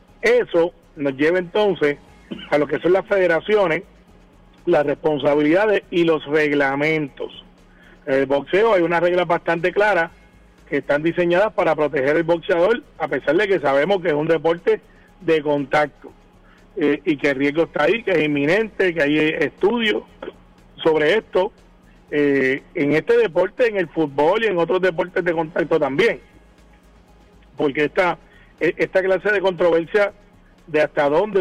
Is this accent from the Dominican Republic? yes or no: no; Guaynabo, Puerto Rico; Yo soy de Guaynabo